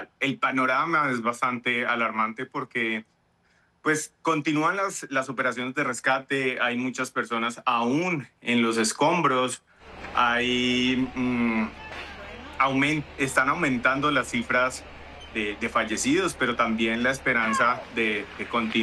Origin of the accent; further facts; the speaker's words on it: Cali, Valle del Cauca, Colombia; como caleños nos hemos solidarizado mucho